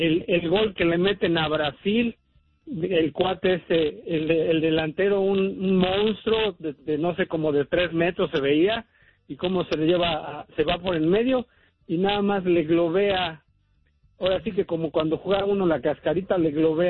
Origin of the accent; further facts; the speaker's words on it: Mexico City, Mexico; now in Tijuana, Mexico; he tenido oportunidad de estar en muchos lugares de mi querido México y siempre me han tratado muy bien, aunque sepan que soy chilango.